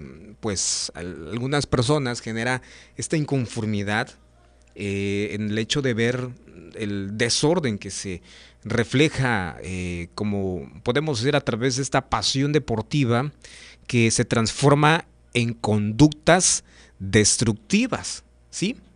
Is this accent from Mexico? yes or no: yes; Mexico